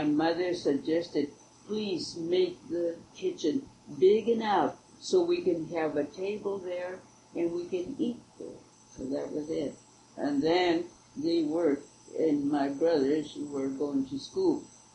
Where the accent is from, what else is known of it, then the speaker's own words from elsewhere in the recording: Fillmore, California, United States; born there; I was born in Fillmore.